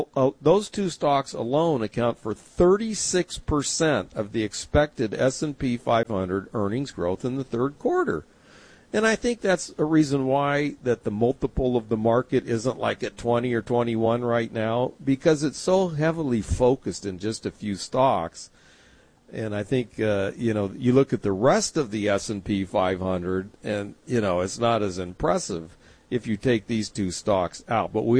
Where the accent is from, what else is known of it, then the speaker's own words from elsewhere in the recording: West Coast, United States; Barry, now I grew up on the West Coast